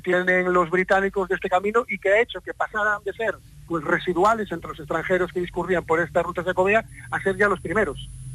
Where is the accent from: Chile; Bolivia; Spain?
Spain; Pontedeume, Galicia; yo suelo ser muy ecuánime con lo de mi pueblo y me reafirmo, ¿no?, que es uno de los entornos más bonitos de Galicia. Pontedeume es un municipio